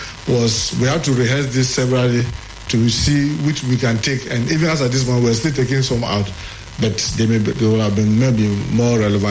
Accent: Ghana

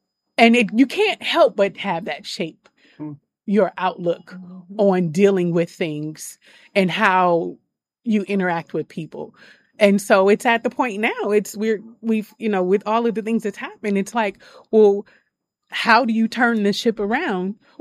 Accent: Oakland, California, United States; I was born and raised. I'm from Oakland, but I went to high school, Berkeley.

